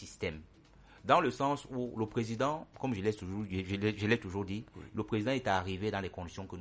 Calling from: Cameroon; en tant que Camerounais

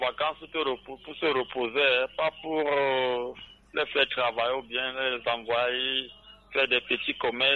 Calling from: Bafia, Centre, Cameroon; J'appelle depuis Bafia.

